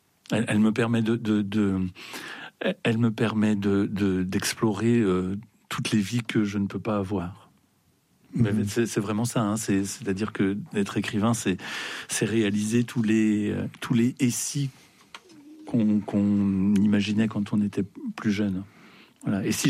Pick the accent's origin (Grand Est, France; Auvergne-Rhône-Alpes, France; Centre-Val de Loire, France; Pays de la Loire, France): Grand Est, France; born or raised there